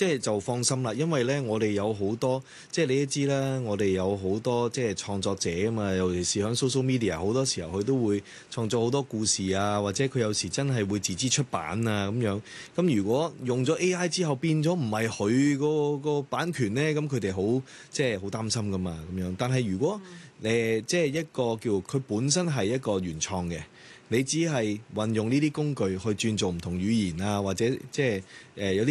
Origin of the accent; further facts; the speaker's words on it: Hong Kong; 我们香港人